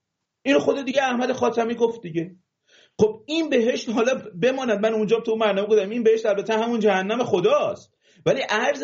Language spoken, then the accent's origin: Persian; Mazandaran, Iran; من چون بچه مازندرانم، این مازندرانی ها واقعا ناخواسته صداشون میره بالا.